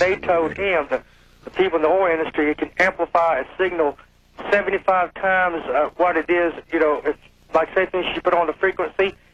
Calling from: Daytona Beach, Florida, United States; I'm calling from Daytona Beach, Florida.

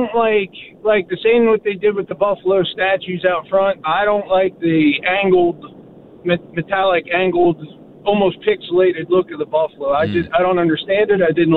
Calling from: Pittsburgh, Pennsylvania, United States; Hey, I'm driving up from Pittsburgh, coming up to the game, man.

